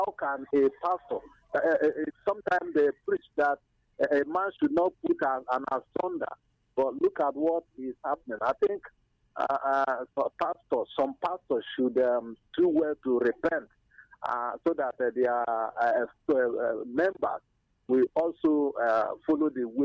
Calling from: Ebonyi, Nigeria; I'm reaching you from the Fualike Local Government, Ebonyi State.

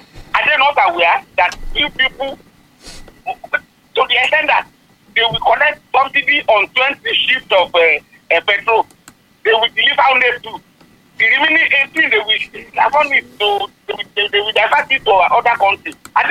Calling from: Ibadan, Oyo, Nigeria; from Ibadan.

